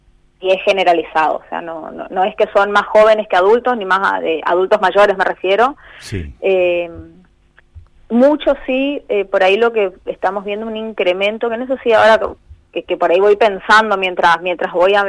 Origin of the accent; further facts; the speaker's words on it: Argentina; como somos los argentinos resilientes y también vamos a poder salir de esta situación